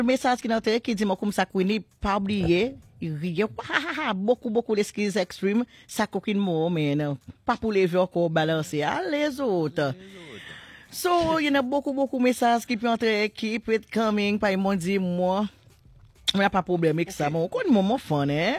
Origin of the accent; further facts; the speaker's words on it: France; So, moi, je dis merci, oublié, mais moi, je suis français